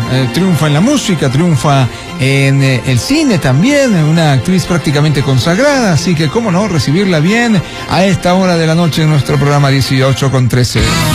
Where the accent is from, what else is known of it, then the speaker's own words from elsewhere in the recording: Esmeraldas, Ecuador; born there; moved away; mis momentos en mi tierra querida Esmeraldas. A propósito, saludamos al noroccidente de mi país.